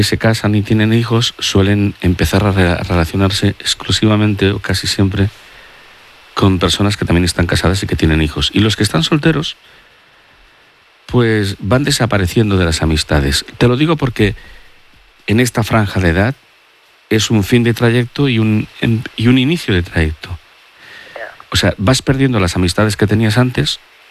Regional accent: Catalonia, Spain; Los catalanes somos amigos.

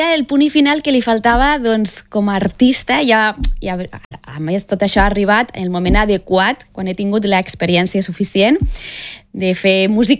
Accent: Catalonia, Spain; Doncs sóc la catalana indígena perquè tinc ànima indígena, perquè sóc terra, estimo la natura, respecte als animals, i catalana perquè sóc catalana, el meu cor és català, estimo la meva terra

